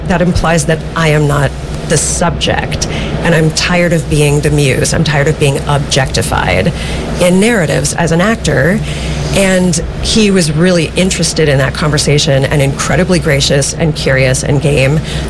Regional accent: Minnesota, United States; So I grew up in Minnesota

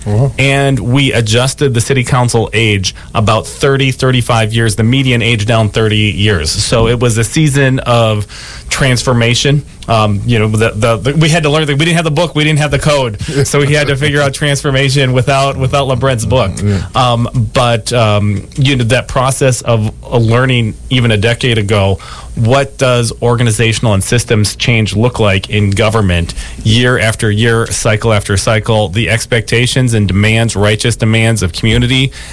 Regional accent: Richfield, Minnesota, United States; also born or lived in Bloomington; Richfield, which is a city that I grew up in. I was born in Bloomington, attended Bloomington, Richfield.

